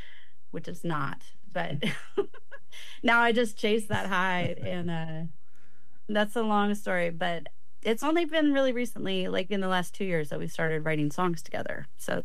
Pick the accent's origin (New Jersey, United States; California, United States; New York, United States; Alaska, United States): Alaska, United States; Juneau; also born or lived in Ketchikan; So I grew up in Juneau. I was born in Ketchikan, but we moved to Juneau when I was about 9.